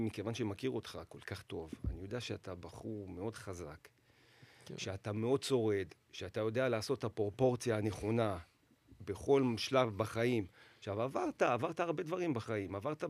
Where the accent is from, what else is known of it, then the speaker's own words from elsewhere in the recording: Jerusalem, Jerusalem District, Israel; כי לא נשכח, את האמת אנחנו ירושלמים, אתה יודע, היינו יושבים, אני ואלי אוחנה אומרים, מה יש לנו בירושלים?